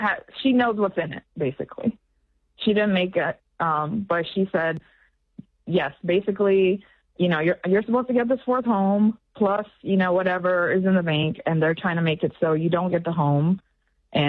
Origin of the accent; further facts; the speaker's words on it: United States; I grew up in the States with my mom.